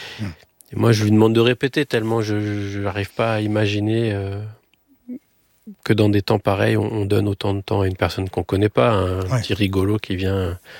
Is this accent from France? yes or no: yes; Paris, Île-de-France, France; ma grand-mère est bretonne, son grand-père était marin-pêcheur, il avait son bateau. Et en tant que petit parisien